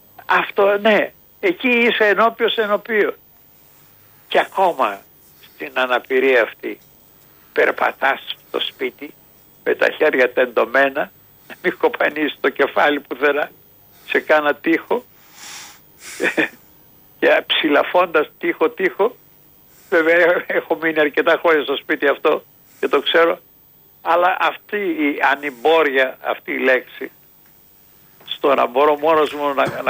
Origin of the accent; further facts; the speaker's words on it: Athens, Attica, Greece; moved away as an adult; now in Kavala, Greece; το σπίτι μου, η οικογένειά μου, η δική μου είναι στην Αθήνα. Είμαι Αθηναίος. Εκεί νιώθω την Αθήνα, την νιώθω σπίτι μου